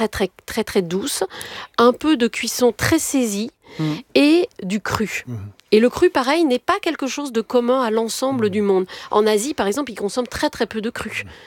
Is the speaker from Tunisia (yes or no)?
yes; Tunisia; born there; Alors c'est un peu étonnant parce qu'effectivement moi j'ai des racines plutôt du nord, mais mes parents se sont rencontrés en Tunisie où je suis née. On a vécu là jusqu'à ce